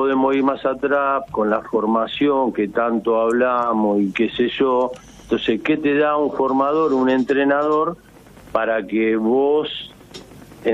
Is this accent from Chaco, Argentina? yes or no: no; Haedo, Buenos Aires Province, Argentina; Acá de la zona oeste, yo soy de Aedo, Blas vive muy cerca.